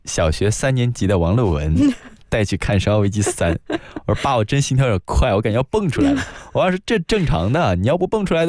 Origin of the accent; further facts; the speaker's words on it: Baoji, Shaanxi, China; 我老家是陕西宝鸡眉县的。